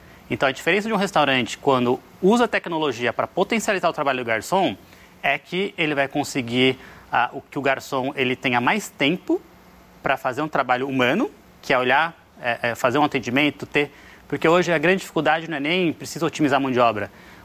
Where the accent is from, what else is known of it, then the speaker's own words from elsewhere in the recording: Bragança Paulista, São Paulo, Brazil; moved away as an adult; also born or lived in Sorocaba; Então eu nasci e cresci em restaurante, meus pais tinham restaurante, meus tios tinham restaurante lá em Bragança Paulista, cidade do interior. E me mudei de Bragança para Sorocaba para fazer faculdade de engenharia mecatrônica.